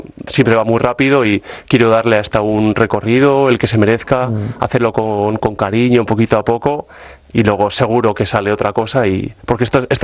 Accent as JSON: {"language": "Spanish", "town": "Hernani", "region": "Basque Country", "country": "Spain", "said": "soy de Hernani"}